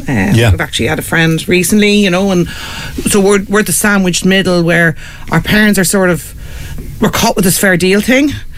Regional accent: Ireland; I grew up in Arbor Park, which would have been built in the late 60s, early 70s, and that's private.

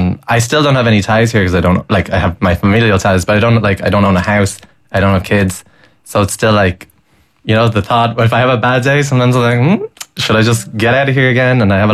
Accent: Ireland; It's not about me being ungrateful about being Irish, because it's quite the opposite. But I want to see this country do better

